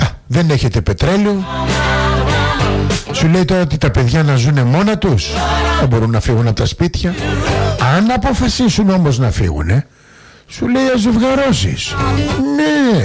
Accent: Greece; Αυτό το έχουμε ως Έλληνες

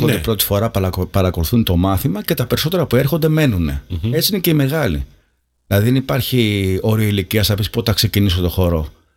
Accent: Chora, Peloponnese, Greece; έχεις βρεθεί στο χωριό μου στη χώρα Τριφυλίας

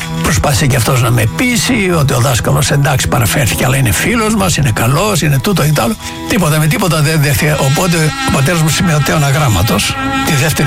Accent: Elliniko, Epirus, Greece; born there; Γεννήθηκα στο Ελληνικό Ιωαννίνων, ένα χωριό λίγο έξω από τα Γιάννενα, στο οποίο έκανα και το μουσείο μου.

